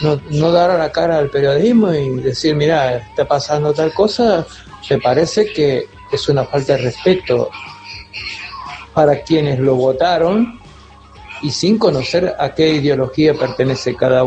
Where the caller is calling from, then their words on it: Mercedes, Argentina; vivo en Mercedes.